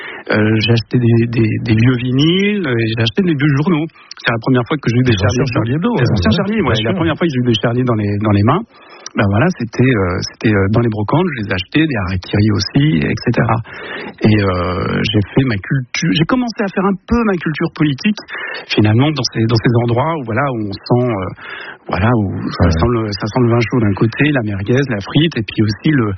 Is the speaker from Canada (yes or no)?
no; Tunis, Tunis Governorate, Tunisia; parce que moi je suis du Tunis